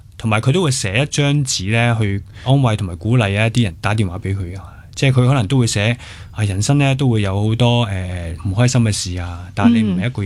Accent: Hong Kong; now in Japan

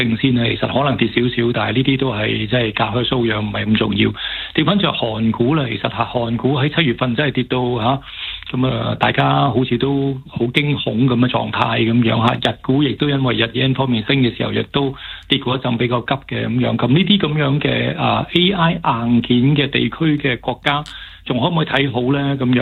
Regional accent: Hong Kong; 作為香港人，

